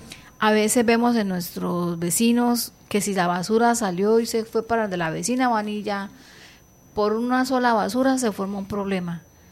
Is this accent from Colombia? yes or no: yes; Colombia; Nosotros como hermanos en Cristo Jesús, como colombianos